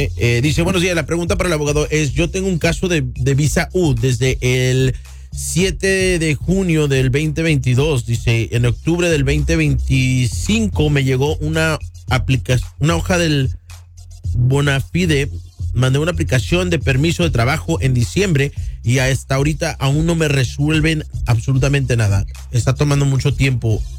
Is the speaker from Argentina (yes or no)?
no; Mexico; now in United States; Somos mexicanos.